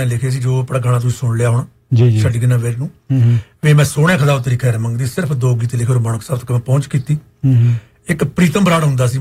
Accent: Dyon, Punjab, India; ਮੇਰਾ ਪਿੰਡ ਹੈ ਜੀ ਦਿਉਣ ਬਠਿੰਡਾ ਤੋਂ ਸ੍ਰੀ ਮੁਕਤਸਰ ਸਾਹਿਬ ਨੂੰ ਜਾਈਏ

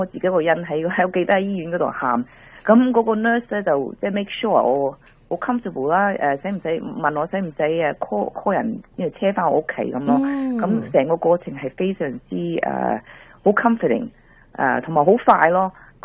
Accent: Australia; now in Canada; 因为我本身是在澳洲那里长大的，那我就没有家人

